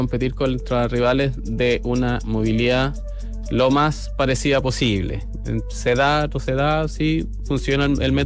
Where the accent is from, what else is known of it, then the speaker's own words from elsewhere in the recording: Rengo, O'Higgins, Chile; yo vengo de Rengo, allá no hay muchos centros médicos, ni mucho menos. Yo tuve que venir constantemente de Rengo a Santiago, Santiago a Rengo. Mi infancia se pasó en eso.